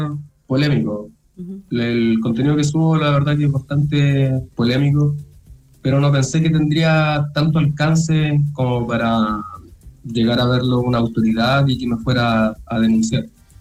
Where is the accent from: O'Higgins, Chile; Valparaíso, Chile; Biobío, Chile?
Biobío, Chile; San Pedro de la Paz; Sí, yo soy de San Pedro de la Paz.